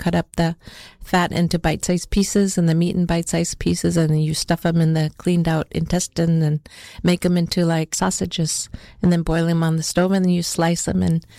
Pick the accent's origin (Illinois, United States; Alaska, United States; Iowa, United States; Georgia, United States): Alaska, United States; Utqiagvik; I grew up in the Arctic in Barrow, Utqiagvik, and I remember one of my fun memories coming home, running home from school.